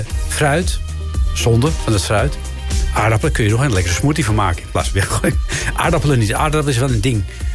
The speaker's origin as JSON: {"language": "Dutch", "country": "Netherlands", "said": "wij als Nederlanders"}